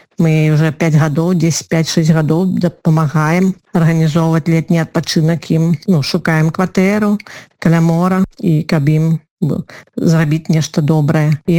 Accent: Belarus; now in Bologna, Italy; Но ми, як білоруси Болонії

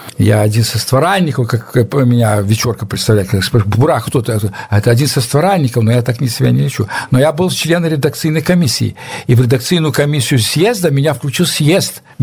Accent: Belarus; Я узнал, что я белорус, в 89-м, в 90-м годе

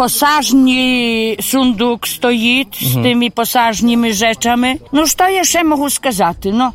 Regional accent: Rohacze, Podlaskie Voivodeship, Poland; also born or lived in Białystok; Ja pochodzę z Rohacz, z siej wioski. Urodziła się tutaj w Rohaczach. Potem wyjechała do Białostoku do roboty, ale na emeryturę zjechała siuda.

